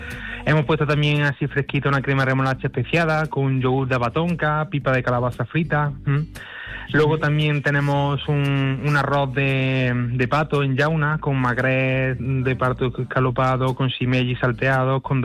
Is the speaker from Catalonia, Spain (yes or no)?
no; Córdoba, Andalusia, Spain; somos de Córdoba